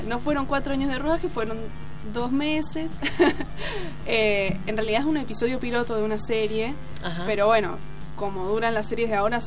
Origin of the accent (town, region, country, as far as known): Argentina